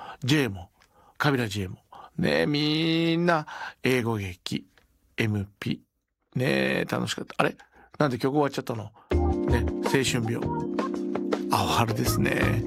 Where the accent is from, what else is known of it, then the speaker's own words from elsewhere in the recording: Shizuoka, Japan; 静岡出身だけど